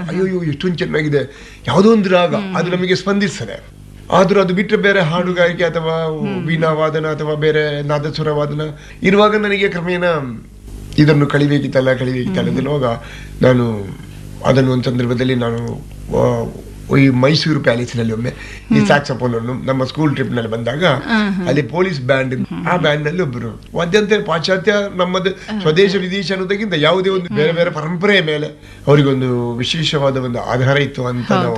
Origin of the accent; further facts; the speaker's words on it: Karnataka, India; ಮೂಲತಃ ನಾನು ಬಾಣೆ ಮಂಗಳೂರಿನ ಹತ್ತಿರ ಬಂಟ್ವಾಳ ತಾಲೂಕಿನಲ್ಲಿ ಸಜಿಪಾಂತ ಗ್ರಾಮ, ಮರೇಕು ಗ್ರಾಮ. ಅಲ್ಲಿ ಯಾವುದೇ ಸೌಕರ್ಯಗಳಿಲ್ಲ, ನಡ್ಕೊಂಡು ಹೋಗ್ಬೇಕು. ಪೇಟೆಯಿಂದ 5-6 ಕಿಲೋಮೀಟರ್ ನಡ್ಕೊಂಡು ಹೋಗಿತ್ತು.